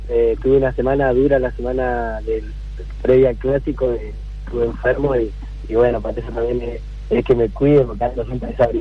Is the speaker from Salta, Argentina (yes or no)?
no; Centenario, Neuquén, Argentina; now in General Roca, Argentina; viajo para Centenario, mi ciudad es de Centenario, yo soy de Centenario, mi familia también.